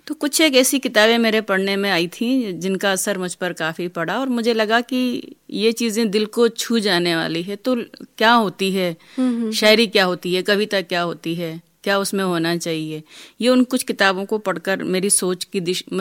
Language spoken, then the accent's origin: Hindi; Rajasthan, India; मैं राजस्थान से आई हूँ और हमारा राजस्थान आप जानती हैं रेगिस्तान के लिए भी जाना जाता